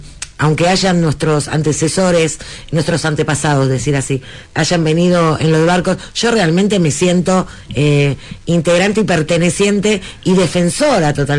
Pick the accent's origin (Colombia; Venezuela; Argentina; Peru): Argentina; Quedamos unos que también somos descendientes de los que vinieron en los barcos, pero que somos argentinos